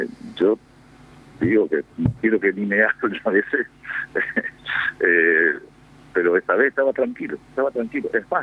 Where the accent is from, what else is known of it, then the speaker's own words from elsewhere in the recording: Esquina, Corrientes, Argentina; nosotros llegamos de viaje porque yo soy del interior, de Esquina, Corriente. Venía con mi socio, mi señora y mi hijo. Vivimos ahí.